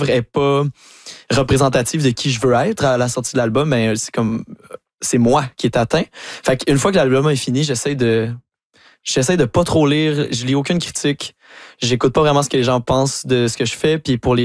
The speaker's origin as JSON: {"language": "French", "town": "Saint-Hyacinthe", "region": "Quebec", "country": "Canada", "said": "parce que moi, je viens de Saint-Hyacinthe, qui est une ville agricole."}